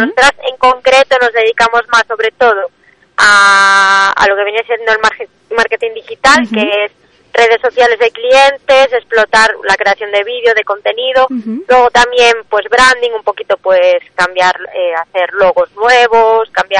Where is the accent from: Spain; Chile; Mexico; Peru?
Spain; Ferrol, Galicia; que somos de Ferrol de siempre